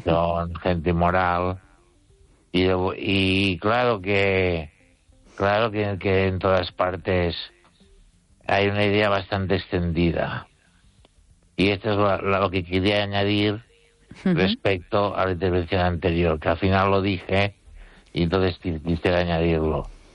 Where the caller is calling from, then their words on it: Ourense, Galicia, Spain; desde Orense.